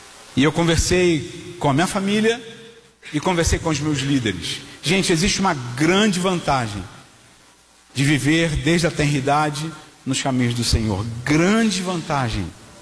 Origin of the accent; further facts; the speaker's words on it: Rio de Janeiro, Brazil; born there; o Senhor sabe que eu nasci numa favela no Rio de Janeiro, o Senhor sabe que eu estudei em escolas públicas